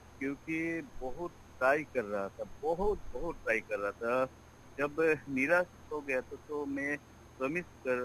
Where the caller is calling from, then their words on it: Assam, India; मेरा गांव का नाम है राम कृष्ण नगर, भूमि आसाम से तालुका।